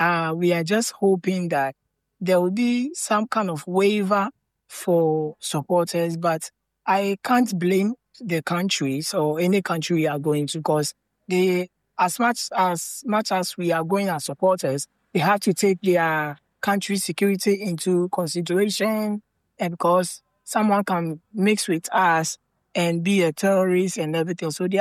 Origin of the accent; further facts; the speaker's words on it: Ghana; Because as a Ghanaian